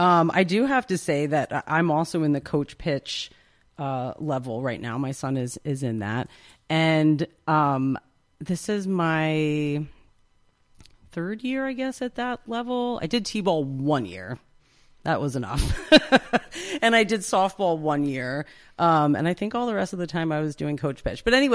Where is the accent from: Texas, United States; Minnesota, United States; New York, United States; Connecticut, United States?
New York, United States; born there; now in Catskill, United States; so I'm not from Catskill, but I'm from across the river, but I might as well be from a different planet. I know how these communities can be. I grew up in one, you know, Nobody comes and nobody goes.